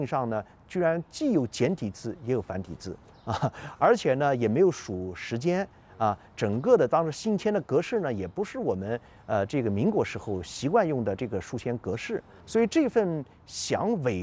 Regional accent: China; 我们中国人一看到我们中国文物流失都希望它恨不得马上回来

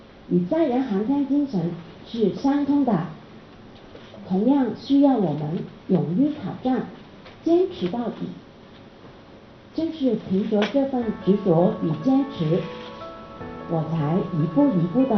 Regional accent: Hong Kong; 从小在香港长大

